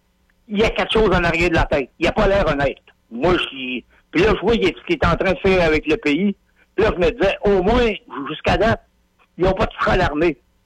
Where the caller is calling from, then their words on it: Montreal, Quebec, Canada; Moi, je rappelle de Montréal.